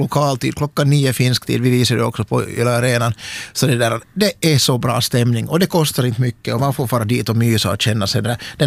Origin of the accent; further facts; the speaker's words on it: Vaasa, Ostrobothnia, Finland; Sen råkar jag faktiskt det där från min hemstad Vasa känna till Caroline Sparv.